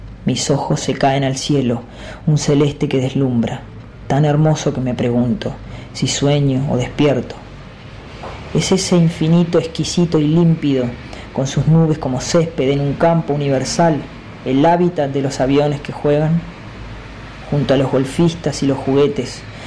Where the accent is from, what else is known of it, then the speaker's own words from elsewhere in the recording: Neuquén, Argentina; soy escritor neuquino, nacido y criado acá en Neuquén.